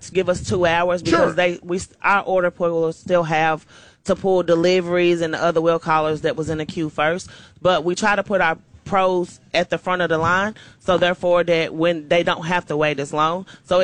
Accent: Knoxville, Tennessee, United States; I'm from Knoxville, Tennessee.

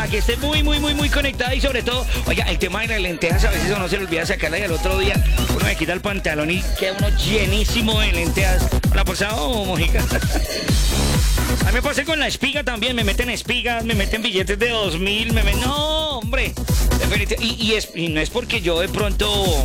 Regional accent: Bogotá, Bogotá D.C., Colombia; A mí también se me sale el costeño de vez en cuando, pero soy más rolo que el ajiaco

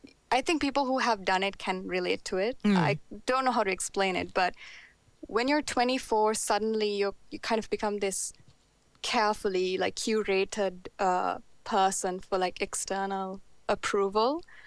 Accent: Sri Lanka; because I'm from Sri Lanka

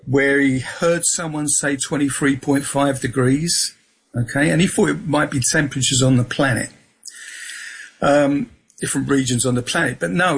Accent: London, United Kingdom; accent: South London; I was brought up in Peckham, London, southeast London, so that's my accent.

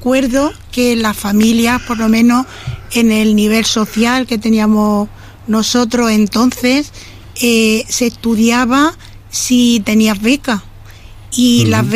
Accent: Úbeda, Andalusia, Spain; born there; moved away; also born or lived in Elche; Yo soy nacida en Úbeda

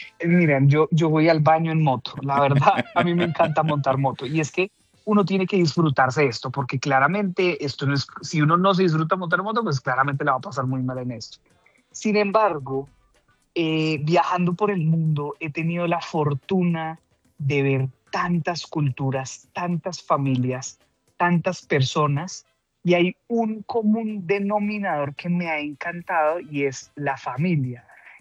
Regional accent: Colombia; yo quiero mucho a mi país

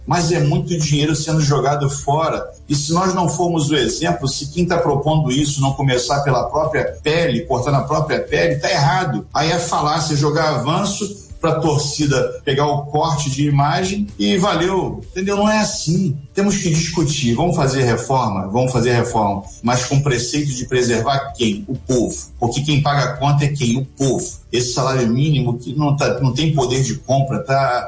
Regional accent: Brazil

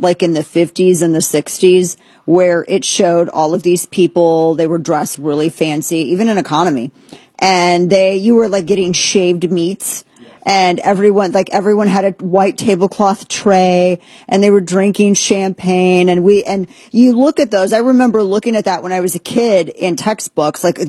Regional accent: Texas, United States; I'm like, I am also from Texas.

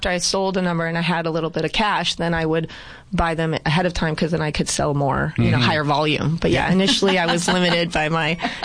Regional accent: Yuma, Arizona, United States; born there; also born or lived in Laveen, Arizona; I'm originally from Yuma.

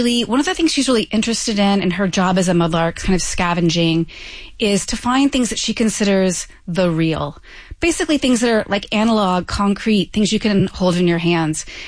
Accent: Abilene, Texas, United States; also born or lived in Houston; now in Austin, United States; I grew up in Abilene.

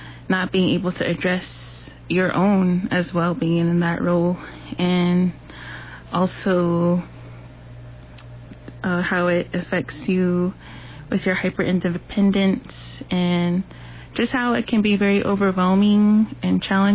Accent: Tuba City, Arizona, United States; I am from Tuba City, Lower Maungopi area

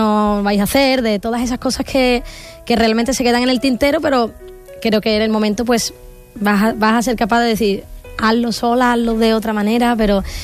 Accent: Jerez, Andalusia, Spain; O sea, volver a Jerez, a mi tierra, al Villa Marta, llenarlo otra vez de nuevo con este trabajo.

